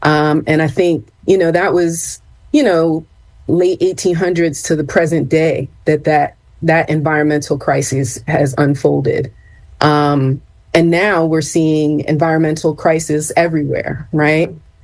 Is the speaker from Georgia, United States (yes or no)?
no; Ambler, Pennsylvania, United States; now in Germantown, Philadelphia, United States; I grew up in Ambler, PA, which was once known as the asbestos capital of the world.